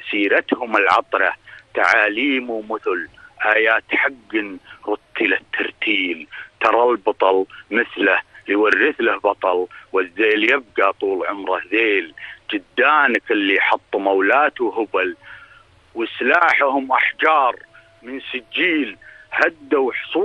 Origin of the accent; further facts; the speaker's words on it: Saudi Arabia; في بلدنا المملكة العربية السعودية